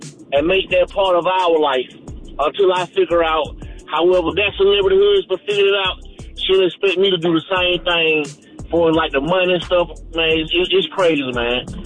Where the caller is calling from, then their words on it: Atlanta, Georgia, United States; I'm from Atlanta.